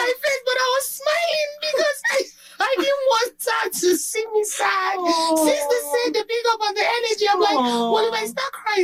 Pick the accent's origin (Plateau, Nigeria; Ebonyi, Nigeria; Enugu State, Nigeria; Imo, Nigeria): Imo, Nigeria; Owerri; In Owerri. I grew up in Owerri.